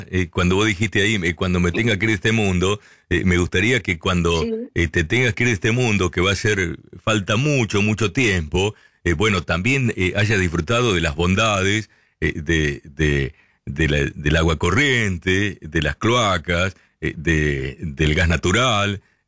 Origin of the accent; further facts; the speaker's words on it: Lincoln, Buenos Aires Province, Argentina; now in Necochea, Argentina; Sí, yo soy de Lincoln, pero vivo en Necochea.